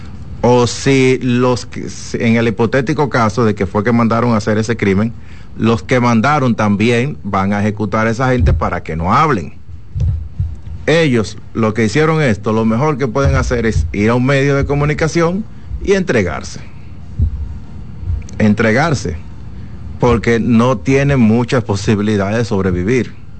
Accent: Dominican Republic; como dominicano, se siente herido, como nos sentimos todos los dominicanos.

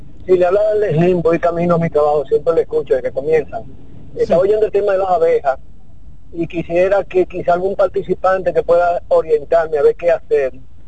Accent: El Cercado, San Juan, Dominican Republic; moved away; en mi pueblo, en el interior, en el cercado San Juan, en la casa de mi padre

